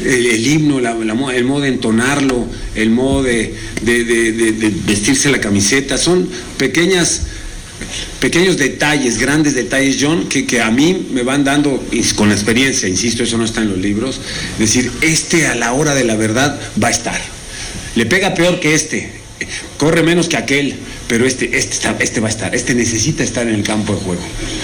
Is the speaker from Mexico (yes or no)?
yes; Mexico